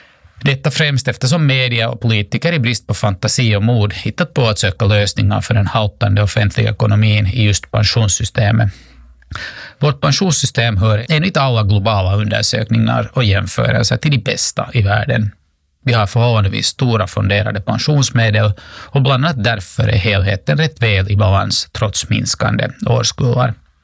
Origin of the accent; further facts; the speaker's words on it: Finland; att stanna här hemma i Finland och studera vid Hanken.